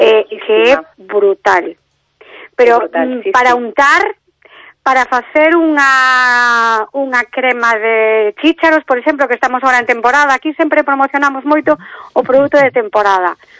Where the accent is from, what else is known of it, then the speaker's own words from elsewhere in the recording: Negreira, Galicia, Spain; also born or lived in Santiago de Compostela; Porque son, orixen é de Negreira, somos de Santiago